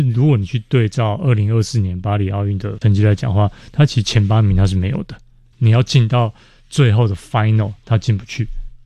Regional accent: Taiwan

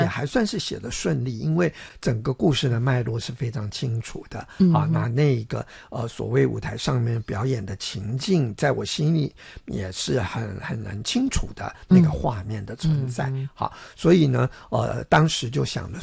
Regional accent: Taiwan; first language Taiwanese Hokkien; Chinese is a second language; 因为我自己也是台湾人啊，那台语也是我的母语

